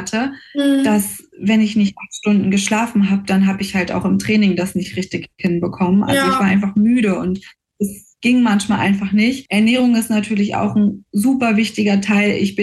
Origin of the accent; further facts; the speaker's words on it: Berlin, Germany; moved away as an adult; also born or lived in Brandenburg; now in Frankfurt, Germany; Also ich komme gebürtig aus Berlin, muss man dazu sagen, und habe bis zu meinem 21. Geburtstag in Berlin auch gewohnt und bin dann erst quasi nach Frankfurt gezogen und dort natürlich auch in die Schule gegangen.